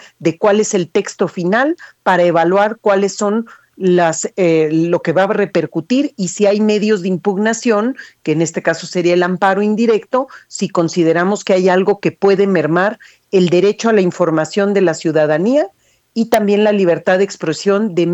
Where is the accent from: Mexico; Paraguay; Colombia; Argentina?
Mexico; Yo como ciudadana, como mexicana